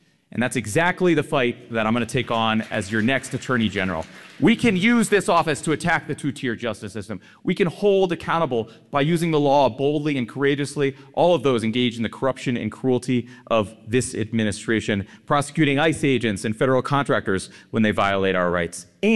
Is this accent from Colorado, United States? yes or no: yes; Denver, Colorado, United States; I grew up here in Denver, the grandson of working class immigrants.